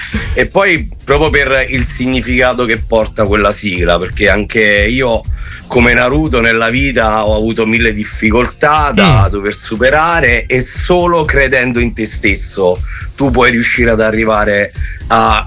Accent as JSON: {"language": "Italian", "town": "Cassino", "region": "Lazio", "country": "Italy", "said": "Io arrivo da Cassino, in provincia di Frosinone."}